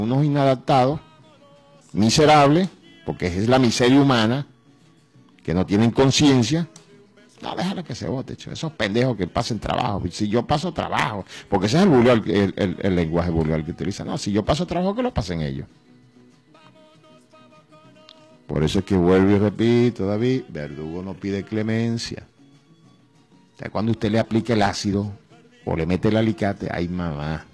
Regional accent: Venezuela; los venezolanos, somos venezolanos.

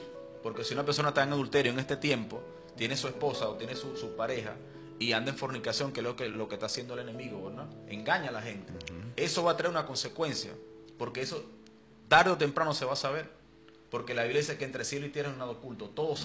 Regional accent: Punto Fijo, Falcón, Venezuela; Yo vengo de Punto Fijo, Falcón.

